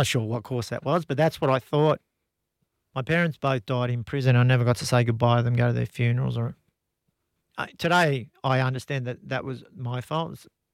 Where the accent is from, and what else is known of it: Frankston, Victoria, Australia; born or raised there